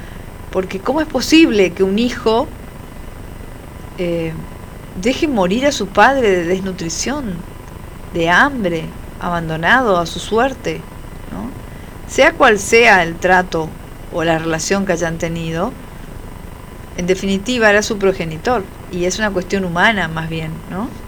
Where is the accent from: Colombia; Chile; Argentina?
Argentina; así somos los argentinos